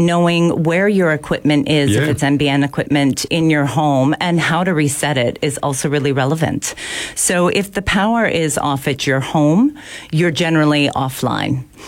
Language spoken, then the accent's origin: English; Canada; also born or lived in United States; now in Ballarat, Australia; Because I don't live there anymore, and I'm actually Canadian